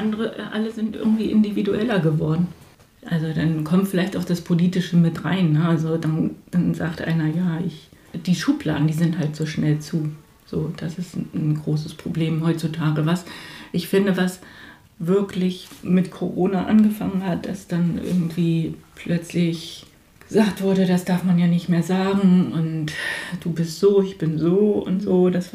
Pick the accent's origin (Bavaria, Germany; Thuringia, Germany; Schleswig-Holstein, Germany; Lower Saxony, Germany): Lower Saxony, Germany; born there; now in Dobis, Germany; Ich bin ständig unterwegs gewesen. Also meine längste Zeit, dass ich irgendwo wohne, ist wirklich Dobis. Und geboren bin ich in Ostfriesland.